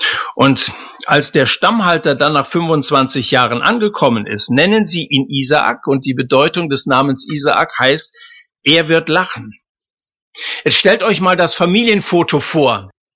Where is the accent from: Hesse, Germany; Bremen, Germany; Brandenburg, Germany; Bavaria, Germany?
Hesse, Germany; dann sieh dir das kleine Land Israel an. Die Fläche kaum größer als mein Heimatland Hessen.